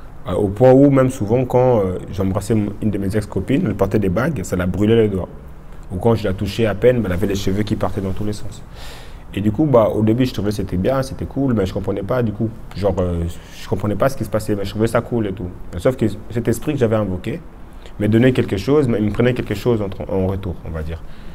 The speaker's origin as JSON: {"language": "French", "region": "Geneva", "country": "Switzerland", "also_born_or_lived": "Congo", "said": "je suis de Genève. Voici mon témoignage. J'ai grandi au Congo avec ma mère. Après le décès de ma mère, je suis venu rejoindre mon père ici à mes 11 ans."}